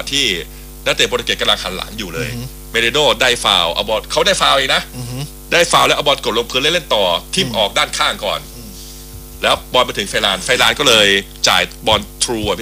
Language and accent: Thai; Mukdahan, Thailand; เพราะว่าแถวบ้านเกิดผมมุ่งอาหารก็คนเวียดนามอยู่เยอะแต่ว่าเป็นเจน4แล้วพี่เจน3เจน4แล้วเป็นคนไทยหมดแล้ว